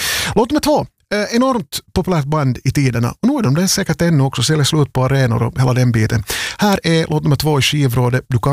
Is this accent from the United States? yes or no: no; Vaasa, Ostrobothnia, Finland; born or raised there